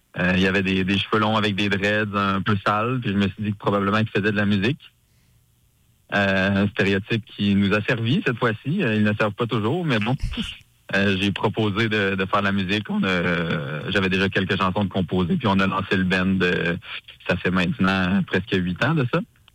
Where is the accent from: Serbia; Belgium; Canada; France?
Canada; Quebec; moi je viens de l'Abitibi